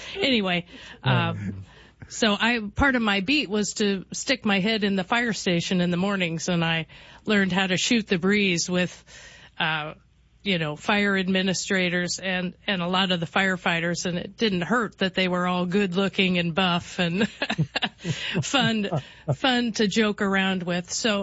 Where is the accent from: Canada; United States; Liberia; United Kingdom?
United States; Alton, Illinois; moved away as an adult; also born or lived in Urbana-Champaign, Illinois; I grew up in Alton. I came to the U of I to go to college, and I never left. So I've lived in two places in Illinois.